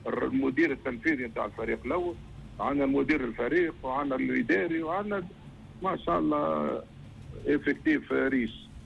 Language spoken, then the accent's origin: Arabic; Tunisia; moved away as an adult; now in Saudi Arabia